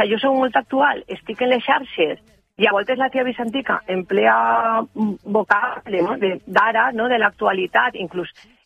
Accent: Albal, Valencian Community, Spain; Com ja sabeu, jo soc d'Albal, de l'Horta Sud de València, i bueno, pues és una paraula que allí no gastem.

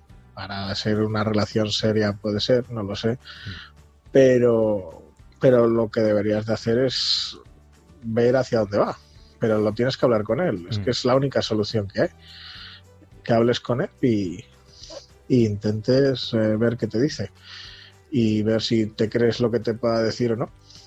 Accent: Palencia, Castile and León, Spain

